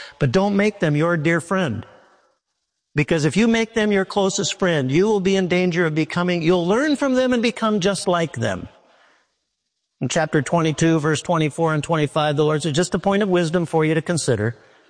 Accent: Minneapolis, Minnesota, United States; I remember when I was growing up in Minneapolis, my mom and dad will remember, I used to go to the farm in Winthrop, Minnesota, 60 miles from Minneapolis.

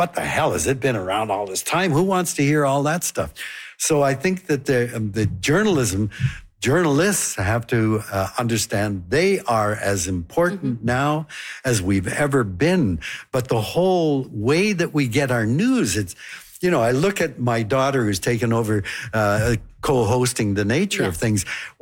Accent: Vancouver, British Columbia, Canada; You know, I was born in Vancouver, and we lived in Marpole. And as a kid, I used to go fishing for trout in a creek that no longer exists in Vancouver.

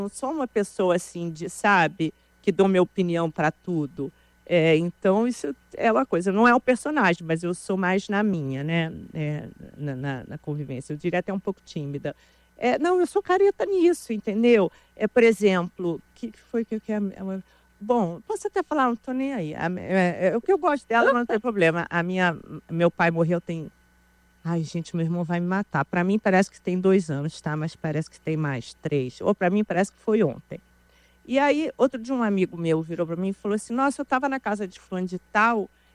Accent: Brazil; eu sou brasileira, eu vivo aqui, eu sofro aqui, eu sofro com a violência, eu sofro com salários baixos.

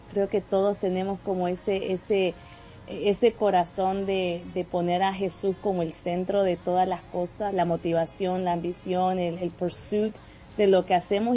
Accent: Bolivia; now in United States; yo soy de Bolivia

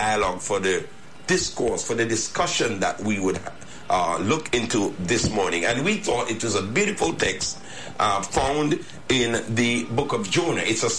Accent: Barbuda, Antigua & Barbuda; I'm from Barbuda via Earlings Village.

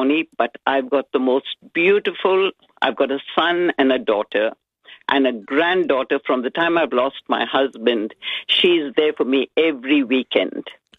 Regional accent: India; moved away as an adult; also born or lived in Sydney, Australia; now in Australia; From India.

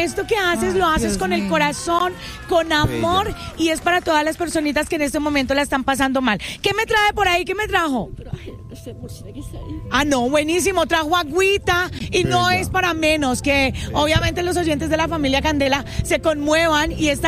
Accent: Colombia; Ese corazón bonito es lo que nos identifica a nosotros como colombianos.

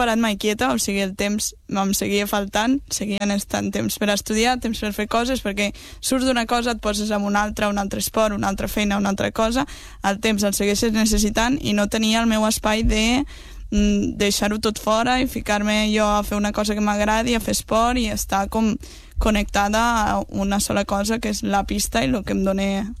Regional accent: Lleida, Catalonia, Spain; moved away as an adult; now in Barcelona, Spain; em vaig mudar aquí a Barcelona per fer la carrera, jo també sóc de Lleida

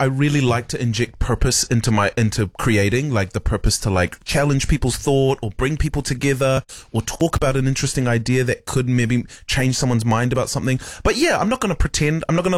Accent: New Zealand; I was born here and raised here. So I know nothing more. I know nothing else other than New Zealand.

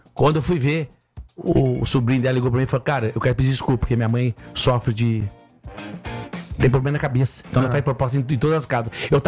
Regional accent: Rio de Janeiro, Brazil; Favilha, eu sou carioca.

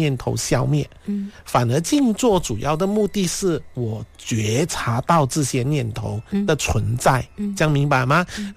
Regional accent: Guangdong, China; first language Cantonese; 用自己的母语，可能你是福建话的，我是广东话的

